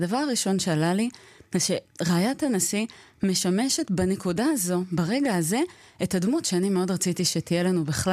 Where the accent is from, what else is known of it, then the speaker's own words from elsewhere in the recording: Tel Aviv, Tel Aviv District, Israel; שלומי כתל אביבית, הוא לא שלומה של בדודה שלי ובעלה שהם אלף ימים במילואים.